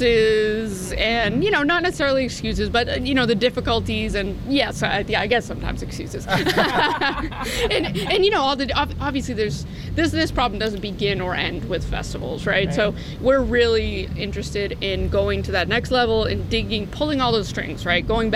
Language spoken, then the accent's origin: English; Massachusetts, United States; I'm from Massachusetts